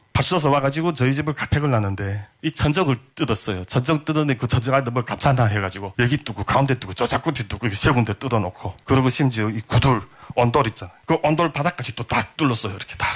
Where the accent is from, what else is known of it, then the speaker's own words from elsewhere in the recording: North Korea; now in South Korea; 그런 생지옥을 저는 직접 목격하면서 야 이거 북한에서 태어난 거 왜 이렇게 후회되고 내가 이 자리에서 태어나서 앞으로 살아가는 과정이가 너무나도 아름다운 거예요.